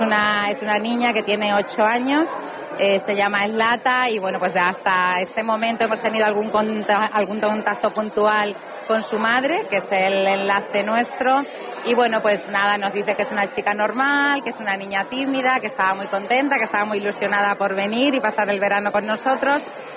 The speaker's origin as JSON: {"language": "Spanish", "town": "La Solana", "region": "Castilla-La Mancha", "country": "Spain", "tie": "born or raised there", "moved": "yes", "lives_now": "Ciudad Real, Spain", "said": "aunque vivo aquí en Ciudad Real, pero soy de La Solana, y en La Solana, desde yo bien pequeña"}